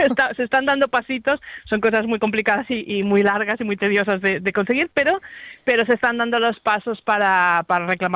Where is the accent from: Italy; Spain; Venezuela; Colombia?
Spain; Menorca, Balearic Islands